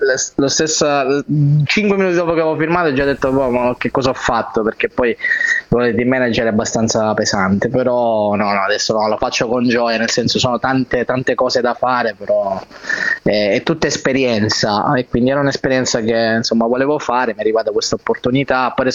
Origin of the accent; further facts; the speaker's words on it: Sicily, Italy; io, non essendo palermitano, ma essendo dalla parte orientale, noi il panino con la milza non lo mangiamo.